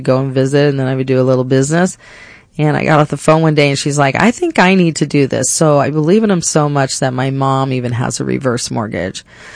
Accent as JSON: {"language": "English", "town": "Phoenix", "region": "Arizona", "country": "United States", "said": "I'm actually a Phoenician. I'm from Arizona, and I've been, went to NAU."}